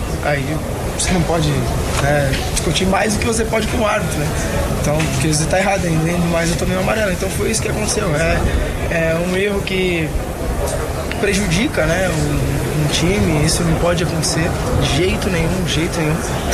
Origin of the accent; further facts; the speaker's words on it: Brazil; Cara, eu sou brasileiro como você também é, né?